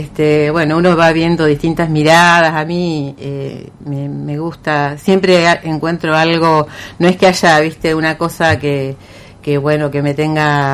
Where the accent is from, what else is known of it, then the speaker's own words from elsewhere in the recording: Rafaela, Santa Fe, Argentina; moved away as an adult; now in Santa Fe, Argentina; yo soy de Rafaela